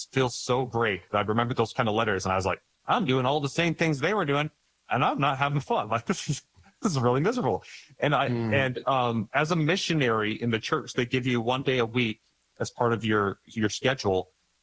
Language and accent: English; Idaho, United States; born or raised there